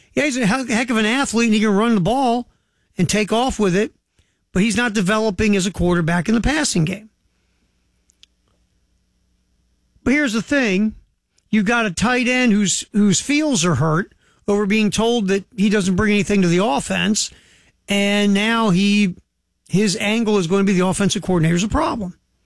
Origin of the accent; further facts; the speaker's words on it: Baltimore, Maryland, United States; Maybe it's growing up in Baltimore.